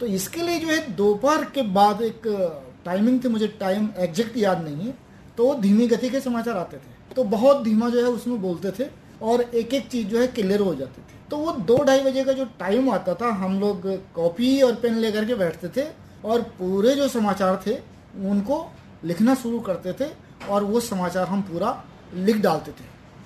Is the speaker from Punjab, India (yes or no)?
no; Tehri, Uttarakhand, India; हम लोग उत्तराखंड के मैं टेहरी से बिलोंग करता हूँ तो गढ़वाल के रहने वाले हैं